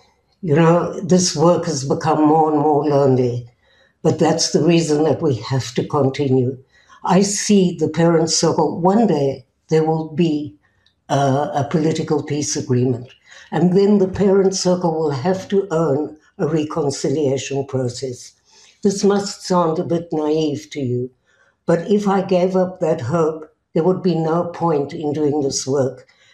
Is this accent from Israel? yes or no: yes; Israel; And then I say, I'm from Israel, and there's this silence. And I say, look, you know, I'm Israeli, but I'm not the government.